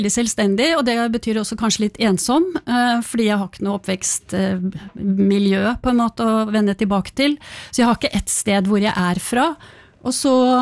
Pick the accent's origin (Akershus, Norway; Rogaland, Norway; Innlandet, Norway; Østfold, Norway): Rogaland, Norway; Sauda; spesielt da jeg var 12 år, eller ja, sånn i starten av puberteten, så skulle vi flytte fra Sauda. Og da tror jeg nesten jeg hadde litt sånn angst, fordi da følte jeg at jeg forlot livet mitt, liksom.